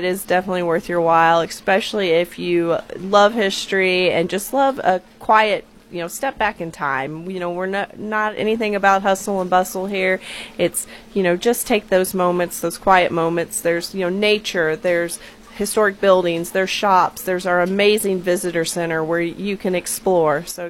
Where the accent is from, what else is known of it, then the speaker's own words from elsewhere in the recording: Blackwater, Missouri, United States; I was born and raised in Blackwater, married the local farm boy, and haven't moved away.